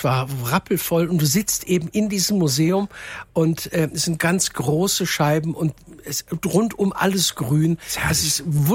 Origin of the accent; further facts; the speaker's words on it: Duisburg, North Rhine-Westphalia, Germany; Ja, das ist Ruhrgebiet. Letztens auch beim Bäcker, unfassbar. Es ist bei uns in Duisburg, in Neudorf, freitags ist da großer Wochenmarkt.